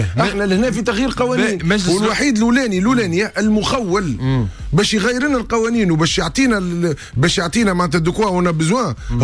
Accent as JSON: {"language": "Arabic", "country": "Tunisia", "said": "احنا شعب تونسي"}